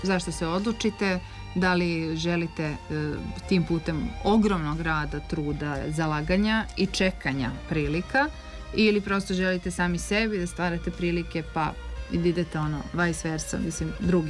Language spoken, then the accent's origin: Serbian; Serbia; kad sam rekla … ja sam iz Srbije i tako da.